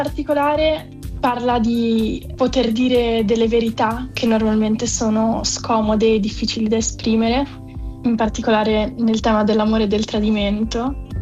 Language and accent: Italian; Trentino-Alto Adige, Italy; Ci siamo conosciuti in università. Siamo un gruppo un po' misto. Io e la bassista veniamo dall'Alto Adige e gli altri ragazzi sono della Germania.